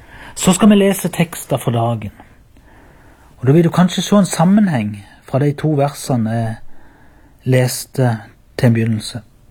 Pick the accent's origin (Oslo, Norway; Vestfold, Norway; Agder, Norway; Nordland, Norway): Agder, Norway; Byremo